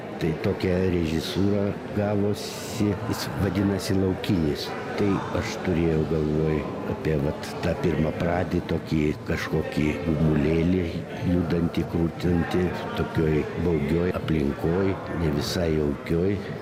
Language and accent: Lithuanian; Šiauliai, Šiauliai County, Lithuania; moved away as an adult; Jo, sovietmetis giliausias buvo ir išvažiavau į Kauną, iš Šiaulių.